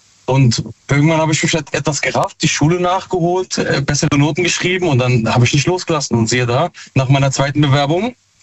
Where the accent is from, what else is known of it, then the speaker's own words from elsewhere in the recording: Mannheim, Baden-Württemberg, Germany; Aus Mannheim.